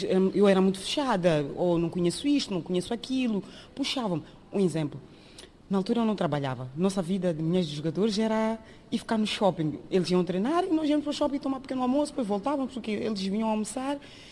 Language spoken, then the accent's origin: Portuguese; Maputo, Mozambique; moved away as an adult; now in Faro, Portugal; tenho 47 anos, sou de Moçambique, na cidade de Maputo, antigo Lourenço Marques. E há quantos anos estou aqui? Já estou há 24 anos, sim.